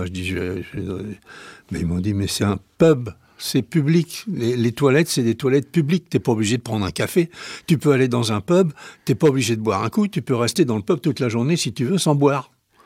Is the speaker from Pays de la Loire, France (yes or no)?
yes; Nantes, Pays de la Loire, France; Eh ben, je suis nantais, oui.